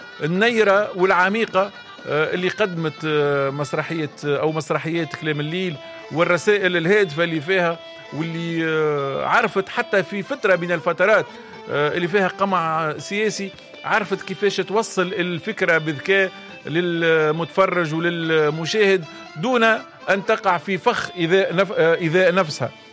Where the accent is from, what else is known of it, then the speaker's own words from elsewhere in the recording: Tunisia; احنا تونسي